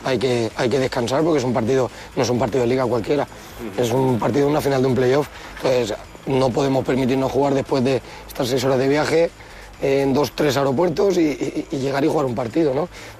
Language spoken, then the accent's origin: Spanish; Alicante, Valencian Community, Spain; also born or lived in Burgos; yo soy nacido en Burgos, crié en Alicante